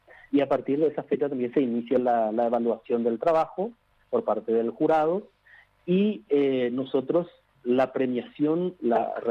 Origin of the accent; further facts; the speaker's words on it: Paraguay; el guaraní y el castellano, nuestro bilingüismo